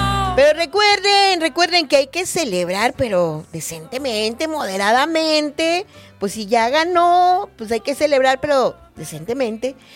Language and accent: Spanish; Mexico; los que somos mexicanos